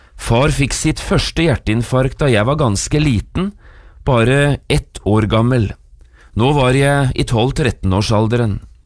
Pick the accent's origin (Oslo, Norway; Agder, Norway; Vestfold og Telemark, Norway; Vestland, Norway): Vestfold og Telemark, Norway; Notodden; i mitt eget barndomshjem, hjemme på Notodden.